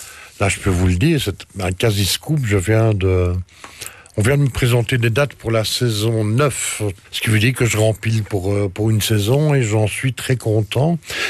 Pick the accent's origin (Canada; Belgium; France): Belgium; now in Etterbeek, Belgium; Assez fier surtout en tant que Belge